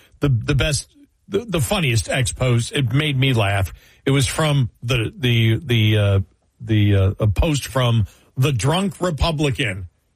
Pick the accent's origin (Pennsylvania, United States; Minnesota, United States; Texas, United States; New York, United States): New York, United States; Buffalo; I think I said this last week, but the weirdest thing is growing up in Buffalo and living here now.